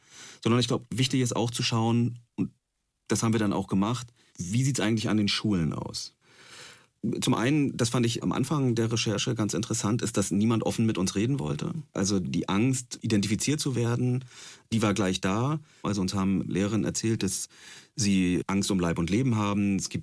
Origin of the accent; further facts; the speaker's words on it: East Germany, Germany; ich komme selber aus Ostdeutschland